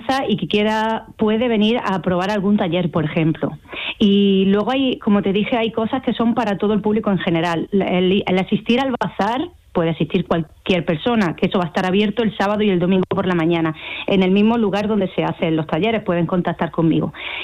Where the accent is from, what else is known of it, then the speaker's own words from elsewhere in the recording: Almería, Andalusia, Spain; yo soy de Almería, nací en el Alquián, soy de la tierra